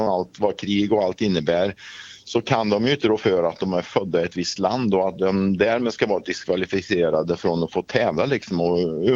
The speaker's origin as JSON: {"language": "Swedish", "country": "Russia", "second_language": "Swedish", "said": "Jag tror att man har alldeles fel propaganda hemma i Ryssland när man är stängd från omvärlden och man har inte rätt värderingar på saker och ting."}